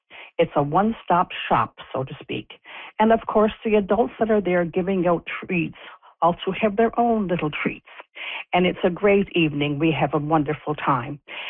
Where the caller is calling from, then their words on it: New Glasgow, Nova Scotia, Canada; I'm calling from New Glasgow, Nova Scotia.